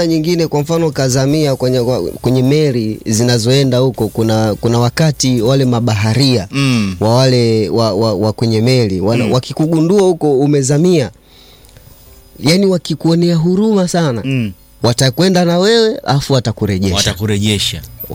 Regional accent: Sukumaland, Tanzania; Usukumani kwetu kule bana, wanaita matairi.

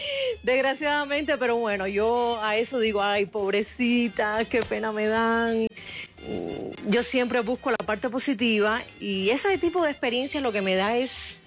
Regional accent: Havana, Cuba; empecé mi carrera a los 6 años en Cuba. Nací, me crié en La Habana, vengo de una familia musical.

